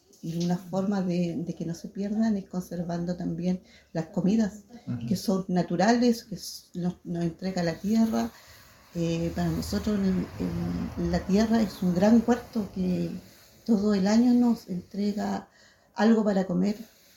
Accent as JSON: {"language": "Spanish", "town": "Temuco", "region": "Araucanía", "country": "Chile", "said": "vengo de Temuco, yo me dedico a la gastronomía mapuche, gastronomía que aprendí de los saberes de mi madre."}